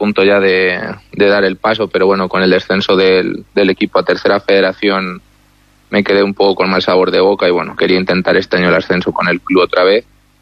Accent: Las Navas del Marqués, Castile and León, Spain; also born or lived in Ávila; Al final soy de las Navas del Marqués, pero he nacido en Ávila, he ido al colegio en Ávila, y bueno, y tengo muchos amigos en la ciudad.

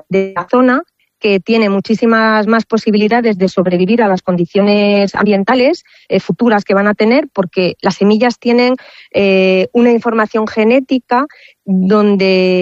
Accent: Pedro Bernardo, Castile and León, Spain; Pedro Bernardo ha sufrido muchos incendios, o sea, que es una lacra que tenemos ahí en nuestro pueblo.

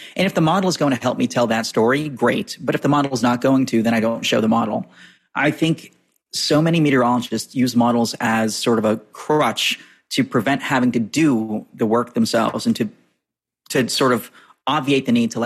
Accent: New England, United States; moved away as an adult; now in Washington, D.C., United States; when I grew up in New England, so I just turned 29 the other day, I grew up in New England

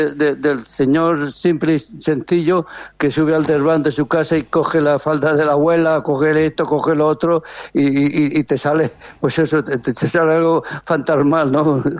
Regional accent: Teruel, Aragon, Spain; aquí a mi tierra, a Teruel

